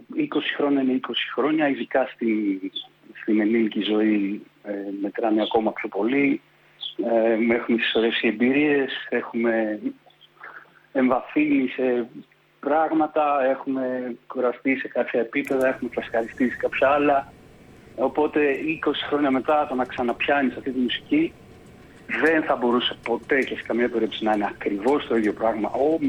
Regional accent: Greece; είμαστε Έλληνες, έχουμε εμποτιστεί με πολύ ελληνικό στοιχείο

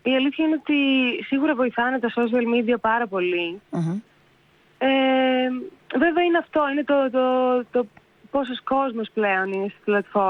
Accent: Ioannina, Epirus, Greece; Στα Ιωάννινα, ναι. Και στη Θεσσαλονίκη

